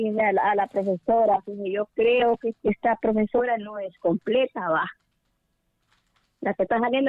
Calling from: Santa Ana, Honduras; De Santa Ana, municipio de Santa Ana.

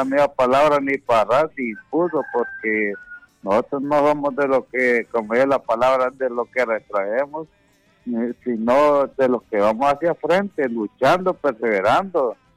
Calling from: Arada, Santa Bárbara, Honduras; De aquí de Arada, Santa Bárbara.

